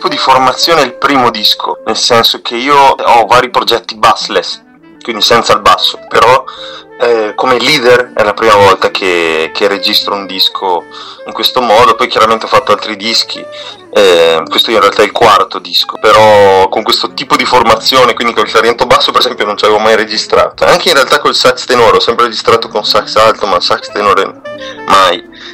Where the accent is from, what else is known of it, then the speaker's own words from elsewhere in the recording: Chioggia, Veneto, Italy; accent: Chioggiotto; E poi chiaramente io vengo da Chioggia, come vedrai di titoli, no? Del mio ultimo disco sono tutti neanche in Veneto, proprio nel dialetto mio che è il chioggiotto